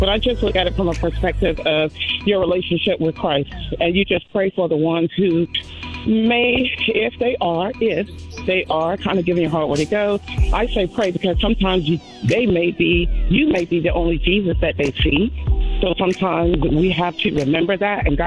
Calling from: Alexandria, Virginia, United States; I'm calling from Alexandria, Virginia.

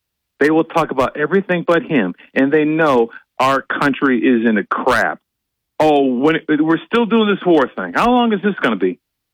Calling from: Binghamton, New York, United States; Hey, good morning, Bob. … from Binghamton.

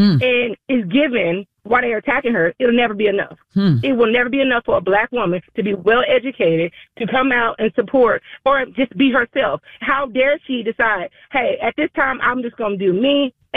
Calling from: Texarkana, Arkansas, United States; I'm not even a resident of Texas, but I live in, I'm from Texarkana.

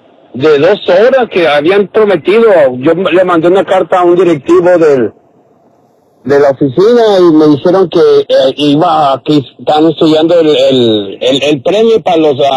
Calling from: Tijuana, Baja California, Mexico; de Tijuana.

